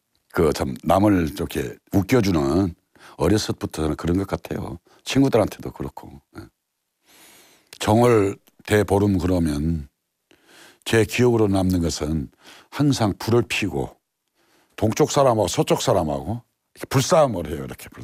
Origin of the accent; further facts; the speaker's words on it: Jindo, South Jeolla, South Korea; 예, 저는 진도에서 태어나서 지금까지 진도에서 77년 동안 살고 있는 … … 진도군 의심면 돈지리 생년월일 49년 2월 7일생.